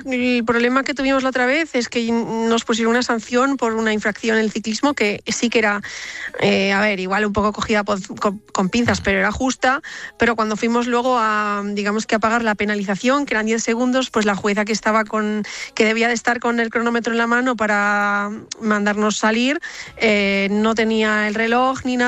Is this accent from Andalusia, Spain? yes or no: no; Vigo, Galicia, Spain; also born or lived in Pontevedra; aunque yo soy de Vigo, Pontevedra es la ciudad donde empecé a practicar deporte con el atletismo cuando tenía 10 años